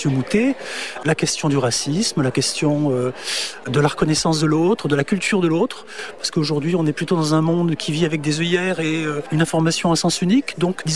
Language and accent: French; Grand Est, France; Moi aussi je suis un immigré puisque je viens d'Alsace